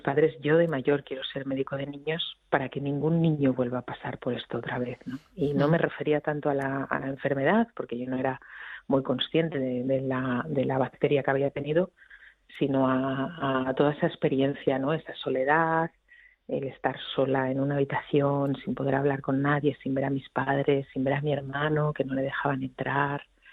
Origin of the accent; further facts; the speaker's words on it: Asturias, Spain; porque yo soy asturiana